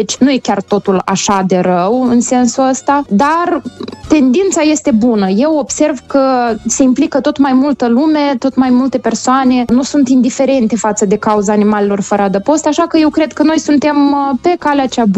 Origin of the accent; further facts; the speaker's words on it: Moldova; Și cred că la capitolul acesta noi, ca moldoveni, avem încă multe de învățat, să fim mai empatici.